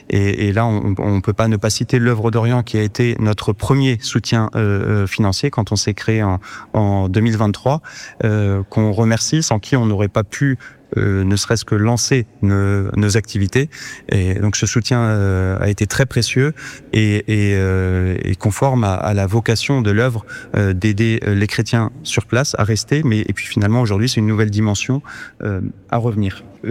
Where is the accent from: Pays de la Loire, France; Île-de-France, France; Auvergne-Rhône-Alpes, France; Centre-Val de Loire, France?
Pays de la Loire, France; Nantes; moved away as an adult; now in Iraq; Moi-même, j'ai grandi à Nantes dans les années 2000, et j'étais dans une école chrétienne.